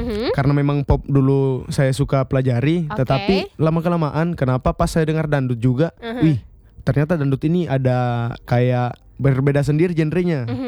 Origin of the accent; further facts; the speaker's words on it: North Kolaka, Southeast Sulawesi, Indonesia; Saya dari Kolaka Utara.